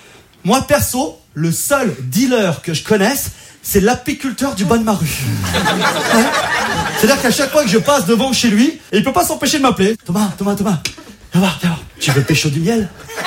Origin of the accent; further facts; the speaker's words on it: Auvergne-Rhône-Alpes, France; je viens de Savoie, d'un petit village. Chez moi, il n'y a pas grand chose à faire. Tout le monde connaît tout le monde. Le passe-temps des gens, c'est d'espionner ses voisins.